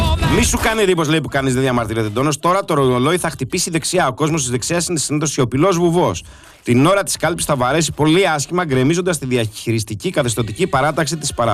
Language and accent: Greek; Patras, Western Greece, Greece; να τους κεράσω λουκουμάκι και τέντουρα παραγωγή από την πατρίδα μου, την Πάτρα.